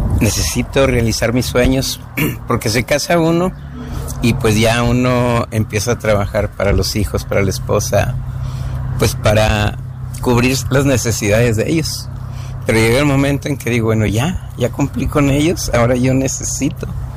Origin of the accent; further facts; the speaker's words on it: Frontera, Coahuila, Mexico; moved away; also born or lived in Chihuahua; Yo soy originario de Frontera, Coahuila, pero pues artísticamente me considero más de Chihuahua.